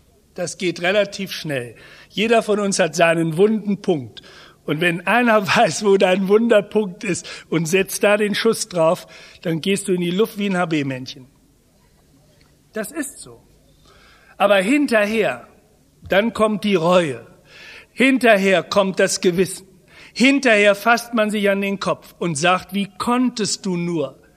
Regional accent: East Germany, Germany; Ich als Kind des Dritten Reiches, ich weiß, wie wir besoffen gemacht worden sind. Ich bin hinterher im Sozialismus weiter groß geworden in der DDR.

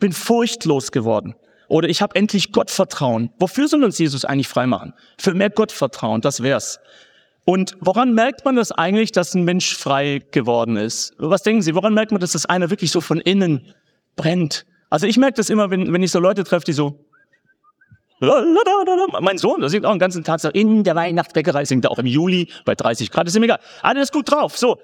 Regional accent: Baden-Württemberg, Germany; Schwaben hier vielleicht zufällig? Ich bin selber Schwabe.

